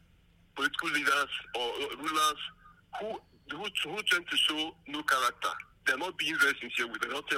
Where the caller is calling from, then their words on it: Enugu, Enugu State, Nigeria; Okay, I'm calling from Enugu.